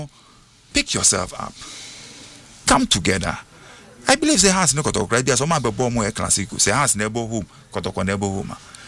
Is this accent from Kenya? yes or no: no; Ghana; we are Ghanaian.